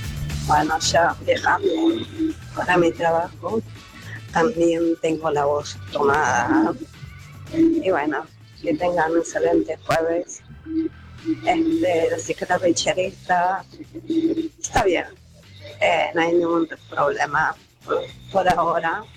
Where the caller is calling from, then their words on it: González Catán, Buenos Aires Province, Argentina; de González Catán.